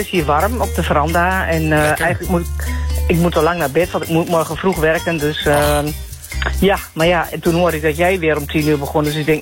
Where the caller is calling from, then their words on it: Oldenzaal, Overijssel, Netherlands; ik kom uit Oldenzaal, dus vlakbij Ente.